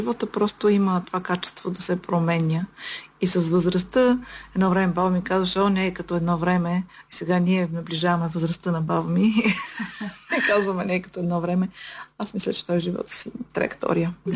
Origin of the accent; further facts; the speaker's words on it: Blagoevgrad, Blagoevgrad Province, Bulgaria; moved away as an adult; now in Dallas, United States; От Благоевград съм, но вече от 30 години живеем в Тексас.